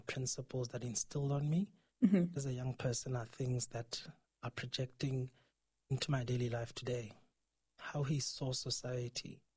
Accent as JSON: {"language": "English", "town": "Maseru", "region": "Maseru District", "country": "Lesotho", "tie": "born or raised there", "said": "I come from Maseru."}